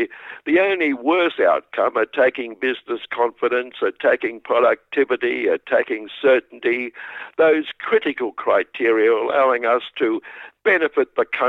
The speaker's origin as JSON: {"language": "English", "country": "Australia"}